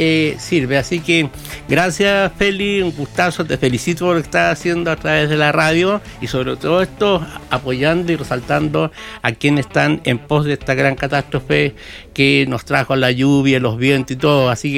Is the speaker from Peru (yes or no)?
no; Barquito, Atacama, Chile; now in La Serena, Chile; lo más maravilloso de mi infancia, la viví en Barquito